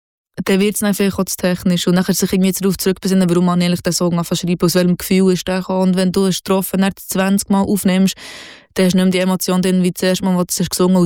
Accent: Bern, Switzerland; accent: Bernese German; first language Bernese German; Und die Sprache, die mich umgibt, ist Berndeutsch. Und zwar ist das echt meine Muttersprache in meiner Familie, in meinem Freundeskreis.

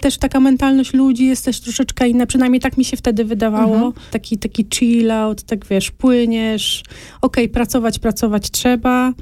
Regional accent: Toruń, Kuyavian-Pomeranian Voivodeship, Poland; moved away as an adult; Jestem z wykształcenia florystą. Jestem z Torunia. Prowadziłam, no, rok, półtora swoją kwiaciarnię w Toruniu.

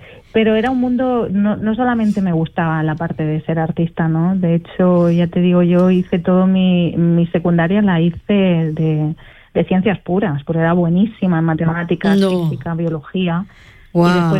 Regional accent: Spain; soy una madre española

